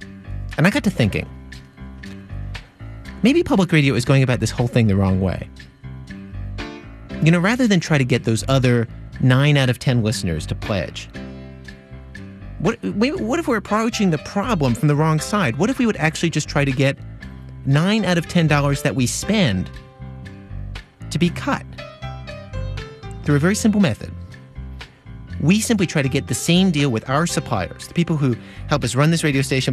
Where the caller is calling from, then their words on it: Chicago, Illinois, United States; I'm calling from National Public Radio in Chicago, and I'm recording this for possible broadcast.